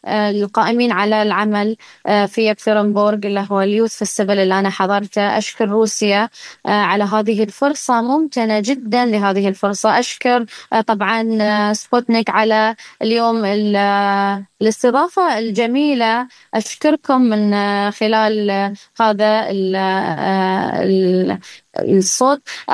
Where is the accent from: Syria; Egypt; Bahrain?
Bahrain; إحنا بحرينيين